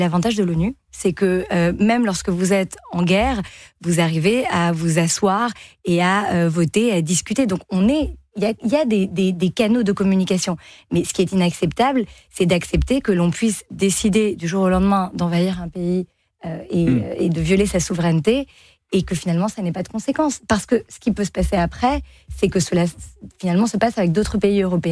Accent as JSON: {"language": "French", "country": "France", "said": "Moi, je vais vous dire, moi, je suis 100% française. Pourtant, j'ai une mère dominicaine, pourtant j'ai grandi dans les Caraïbes"}